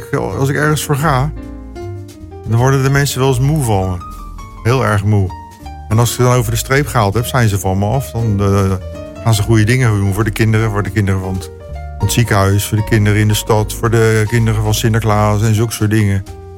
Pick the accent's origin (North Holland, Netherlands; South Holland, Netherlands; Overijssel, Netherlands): South Holland, Netherlands; Leiden; Een ras-Leidenaar geboren in Leiden en getogen op de zolder bij opa.